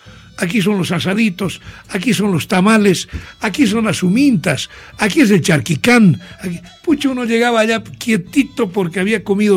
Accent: Tarija, Bolivia; moved away; la felicidad que teníamos allá en Tarija

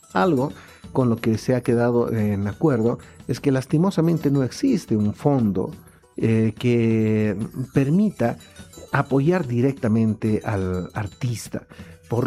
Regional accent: Bolivia; no solamente como bolivianos o querendones del arte y de la cultura, sino como bolivianos en general

